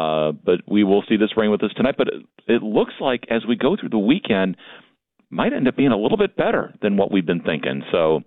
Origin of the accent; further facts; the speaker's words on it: Oswego, Illinois, United States; I grew up in Oswego.